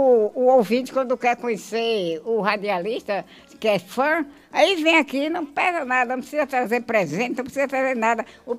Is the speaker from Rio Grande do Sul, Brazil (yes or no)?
no; Bahia, Brazil; Eu disse, eu sou daqui da Bahia.